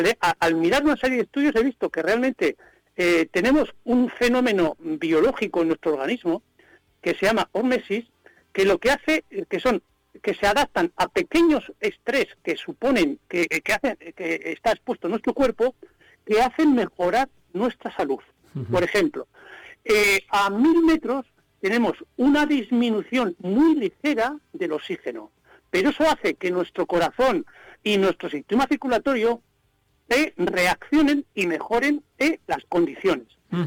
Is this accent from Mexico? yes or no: no; La Rioja, Spain; now in Soria, Spain; yo soy riojano, nací en La Rioja, uh-huh. vivo en Soria desde hace más de 40 años